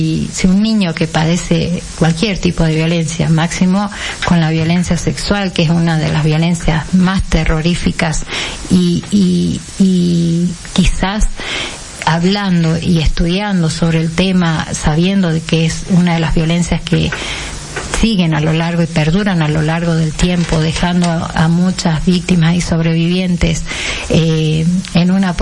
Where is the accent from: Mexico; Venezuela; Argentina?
Argentina